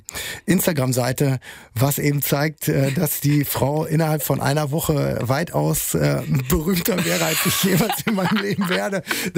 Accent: North Rhine-Westphalia, Germany; Ja, ich komme aus Westfalen eigentlich. Ne? Also letztendlich sind wir dann bei Reda-Wiedenbrück, Gütersloh, Bielefeld, Ostwestfalen.

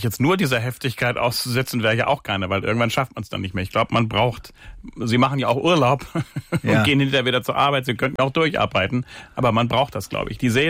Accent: Germany; Ich bin ja auch Deutscher und uns Deutschen gelingt das ja nicht immer so gut.

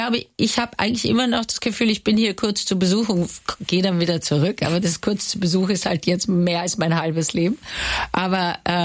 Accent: Vienna, Austria; now in Hamburg, Germany; Und als Wienerin bin ich ja Traditionalistin, vor allem was die Gebäude angeht.

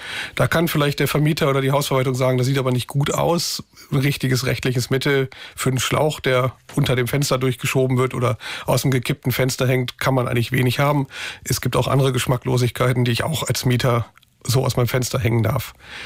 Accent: Germany; weil Autofahren können wir als Deutsche alle ganz gut.

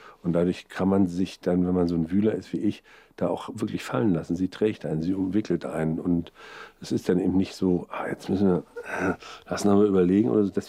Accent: Mecklenburg-Vorpommern, Germany; Ich komme ja aus dem Süden von Mecklenburg.

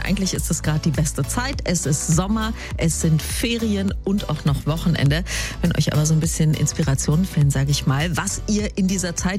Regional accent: Hanover, Lower Saxony, Germany; ich komme ja aus Hannover.

